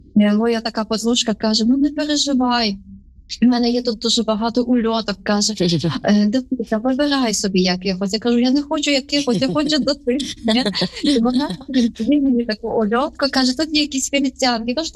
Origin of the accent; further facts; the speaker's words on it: Khmelnytskyi Oblast, Ukraine; moved away; Я сама з Хмельниччини.